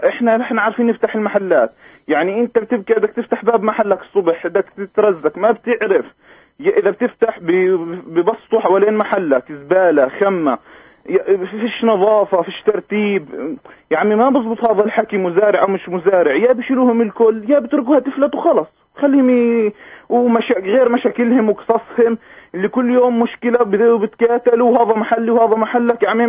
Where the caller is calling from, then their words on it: Bethlehem, West Bank, Palestine; معك مواطن من بيت لحم.